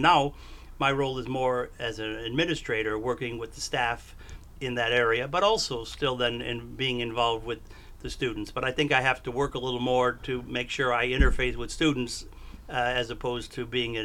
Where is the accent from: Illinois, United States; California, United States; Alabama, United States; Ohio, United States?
Illinois, United States; Chicago; also born or lived in Tulsa; now in Villanova, United States; I'm from Chicago originally